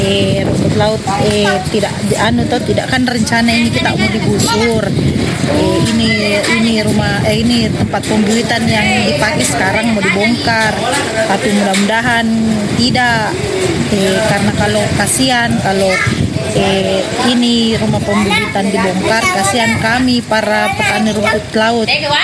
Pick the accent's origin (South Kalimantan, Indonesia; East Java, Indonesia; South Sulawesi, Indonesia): South Sulawesi, Indonesia; Bulukumba; now in Mamuju, Indonesia; Kan saya memang orang Bulukumba, cuman mamaku menikah lagi toh, jadi ikut sama suaminya ke Mamuju. Kalau bapakku ada di Bulukumba sama adikku.